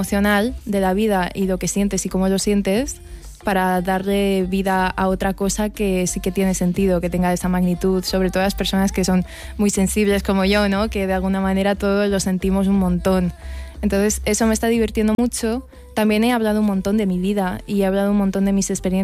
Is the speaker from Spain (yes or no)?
yes; Barcelona, Catalonia, Spain; also born or lived in Castel de Cabra; porque yo nací y me he criado en Barcelona